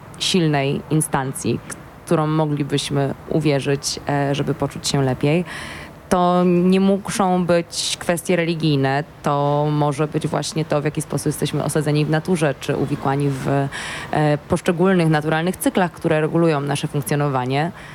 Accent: Poznań, Greater Poland Voivodeship, Poland; Jestem poznanianką

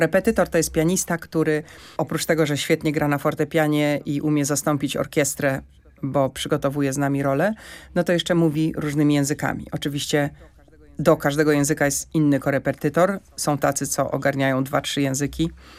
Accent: Warsaw, Masovian Voivodeship, Poland; Mieszkałam na Powiślu, całe dzieciństwo spędziłam na Powiślu.

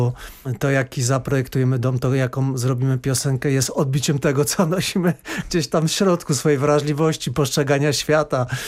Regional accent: Lesser Poland, Poland; accent: góral (highlander); ja jestem góralem, że tam wyrosłem, że tam się wychowałem, że jestem przesiąknięty i gwarą, i tradycją, i góralską muzyką

